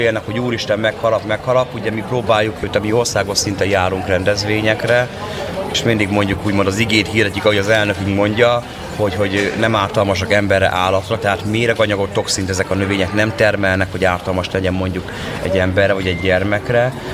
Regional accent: Balmazújváros, Hajdú-Bihar, Hungary

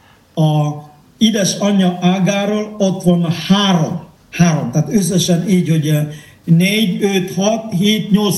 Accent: Indonesia; born there; Hungarian is a second language; moved away; Eddig az egész szigeten a minden plebános minden plebános csak holland papok voltak. Én gyermekkoromban is így nőttem föl holland plebánosok mellett.

